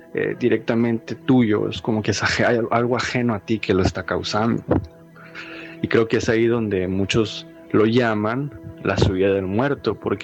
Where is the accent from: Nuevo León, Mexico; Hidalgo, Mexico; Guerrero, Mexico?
Nuevo León, Mexico; Monterrey; yo había viajado a la ciudad de San Antonio a mi ciudad de origen, en Monterrey